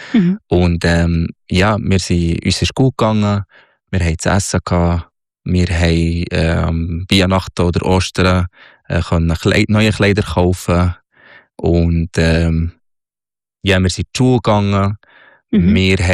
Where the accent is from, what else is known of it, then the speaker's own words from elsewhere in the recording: Minya, Minya Governorate, Egypt; Ich bin im Oberägypten aufgewachsen, am Nildelta, in Elmenia, das ist 3 Stunden südlich von Kairo, die Hauptstadt. In einem ja, sehr traditionelles Dorf, sozusagen, aber Dorf.